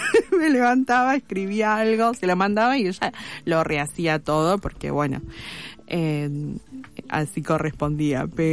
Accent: Remedios de Escalada, Buenos Aires Province, Argentina; yo soy nacida, criada y todo en Remedios de Escalada y soy nieta de un obrero ferroviario, o sea, tengo todo, soy el manual de escaladense.

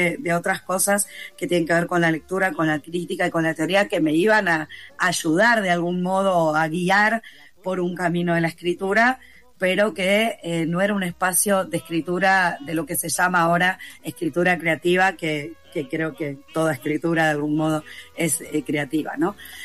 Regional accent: Lanús, Buenos Aires Province, Argentina; born there

